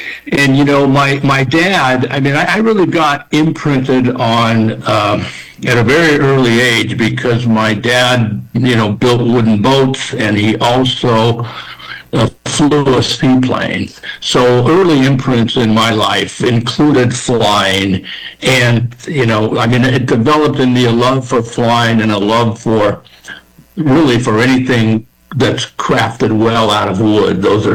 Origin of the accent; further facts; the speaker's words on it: Seattle, Washington, United States; And as I grew up in Seattle, I grew up with two thoughts in my head.